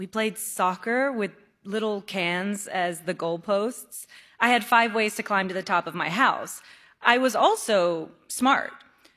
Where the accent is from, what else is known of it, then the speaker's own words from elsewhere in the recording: India; now in New York, United States; I was definitely an immigrant to New York. I'm not sure if I'm at the place where I can identify as a New Yorker. When I'm in other countries, if people ask me where I'm from, in certain times and places, I might say India.